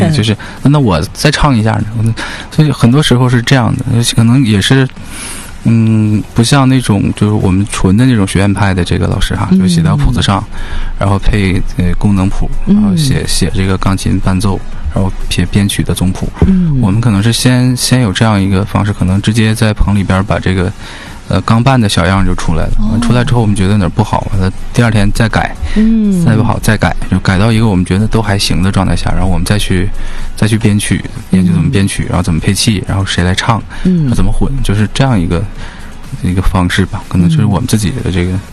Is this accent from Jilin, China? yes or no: yes; Changchun, Jilin, China; 因为长春人嘛，土生土长的籍贯嘛